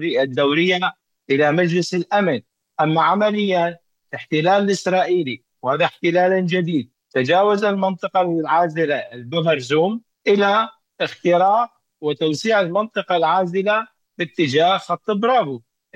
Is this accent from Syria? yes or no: yes; Syria; ونحن كشعب سوري